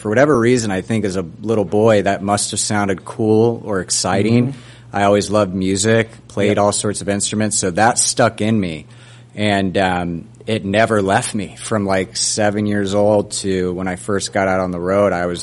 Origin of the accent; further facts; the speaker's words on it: Orlando, Florida, United States; Grew up in Orlando, Florida